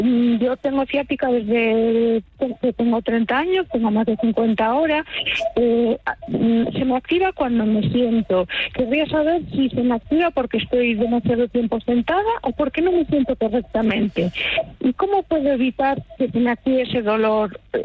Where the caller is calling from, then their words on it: Pontevedra, Galicia, Spain; de Pontevedra.